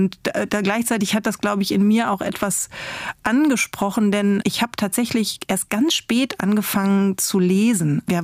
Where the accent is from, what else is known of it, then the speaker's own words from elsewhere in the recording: North Rhine-Westphalia, Germany; moved away; ich komme aus dem Münsterland